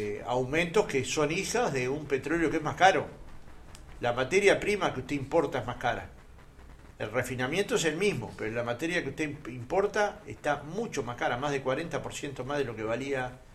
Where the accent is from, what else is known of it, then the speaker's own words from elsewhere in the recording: Montevideo, Uruguay; born there; Yo nací en Vilar de Boy